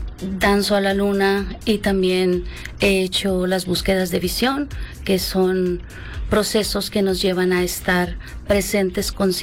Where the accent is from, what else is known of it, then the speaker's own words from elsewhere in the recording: Guatemala; also born or lived in Izapa, Chiapas, Mexico; yo vengo del sur, vengo de Tierra Maya, nací en en la primera sección de Izapa, es frontera México-Guatemala y crecí en Guatemala.